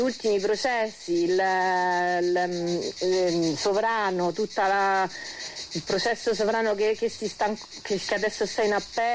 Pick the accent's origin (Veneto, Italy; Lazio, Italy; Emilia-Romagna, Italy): Lazio, Italy; Rome; moved away; Poi io in valle vivo da 10 anni, vengo da Roma, forse come un pochino si sente